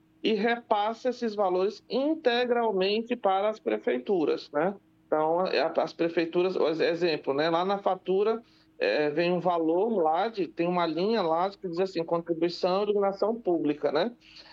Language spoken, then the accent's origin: Portuguese; Tabatinga, Amazonas, Brazil; eu sou de Tabatinga